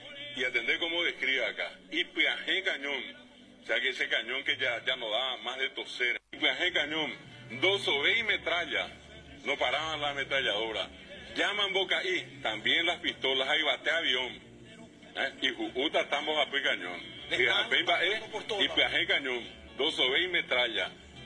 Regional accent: Paraguay; como buenos paraguayos en identidad, lo estamos recordando

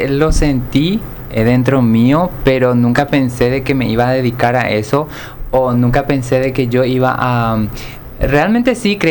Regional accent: Caaguazú, Paraguay; now in Asunción, Paraguay; Yo vine del interior de Caguazú. Vine en Asunción, en Trinidad, empecé a trabajar como vendedor en una ferretería.

